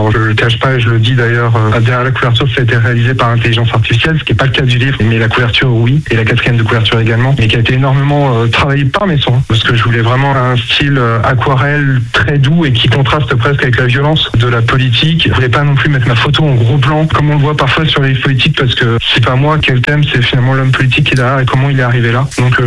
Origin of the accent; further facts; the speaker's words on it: Suré, Pays de la Loire, France; mon village de Suré, là où j'ai grandi